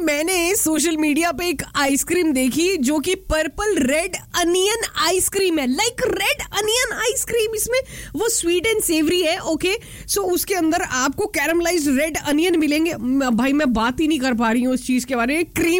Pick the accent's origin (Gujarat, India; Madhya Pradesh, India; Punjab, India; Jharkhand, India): Punjab, India; मैं पंजाबी हूँ तो कैसे ओट्स खा सकती हो तुम